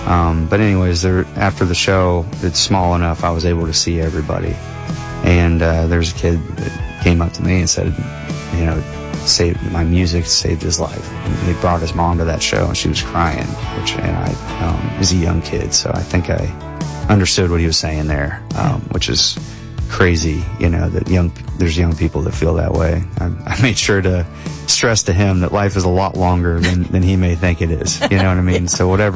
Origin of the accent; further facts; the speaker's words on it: Morgantown, United States; we did a release show in Morgantown, in my hometown, it's a different business now.